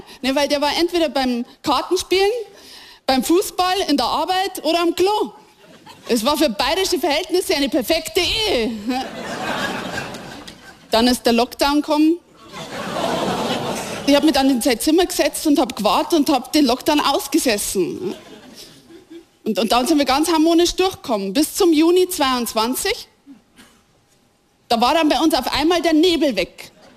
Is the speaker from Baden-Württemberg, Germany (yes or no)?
no; Regensburg, Bavaria, Germany; In Regensburg, wo ich herkomme, da ist einfach 8 Monate im Jahr neblig in dem Donautal